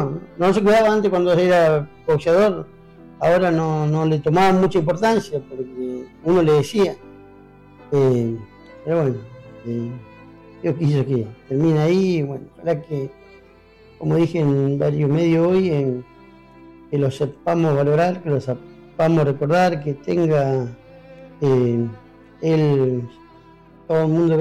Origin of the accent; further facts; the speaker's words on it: Caleta Olivia, Santa Cruz, Argentina; vos viajás por todos lados y decís que soy de Caleta Olivia y te dicen dónde era el roño.